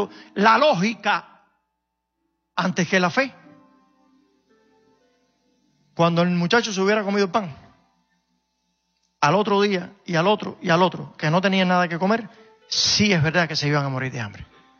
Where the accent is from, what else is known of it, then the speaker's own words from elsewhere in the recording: Cuba; moved away; En el año 1977, en Cuba, soy cubano, aunque alguno no lo haya notado.